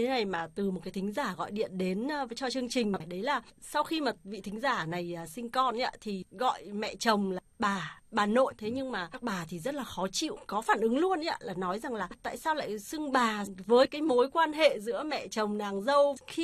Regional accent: North Central Coast, Vietnam; Chi tiết này mà bản thân tôi là quê gốc Nghệ An, Hà Tĩnh ạ

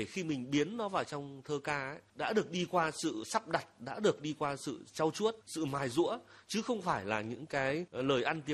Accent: Ha Dong, Hanoi, Vietnam; tôi lại sinh ra và lớn lên ở thị xã Hà Đông, là một cái không gian mà nó cũng nửa quê, nửa phố, mà là cũng là một cái vùng tiêu biểu giao thoa giữa những cái vùng văn hóa của xứ Đoài và xứ Sơn Nam Thượng, và cận kề đó là Thăng Long.

